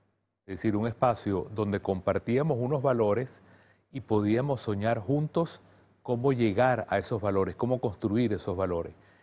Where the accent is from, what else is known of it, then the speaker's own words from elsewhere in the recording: Venezuela; mi país, Venezuela